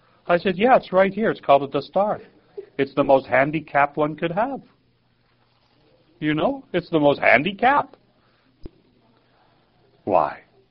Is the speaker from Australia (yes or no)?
no; Canada; I'm Canadian, I'm English mind, right?